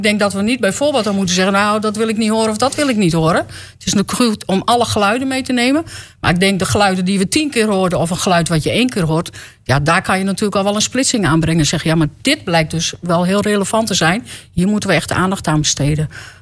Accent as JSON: {"language": "Dutch", "country": "Netherlands", "moved": "as an adult", "lives_now": "Marknesse, Netherlands", "said": "Want ik kom uit Lubbelgeest. Maar toen ik 21 was getrouwd en ben ik in Mark Nessen terechtgekomen. En daar altijd gesport, gewerkt."}